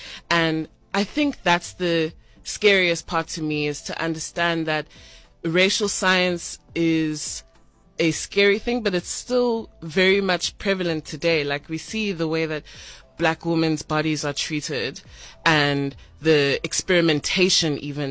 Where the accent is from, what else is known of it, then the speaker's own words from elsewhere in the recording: Johannesburg, Gauteng, South Africa; I grew up in Johannesburg, so my parents did, you know, the good thing of working to get out of the township to send their kids to the best of schools. And I grew up in very white environments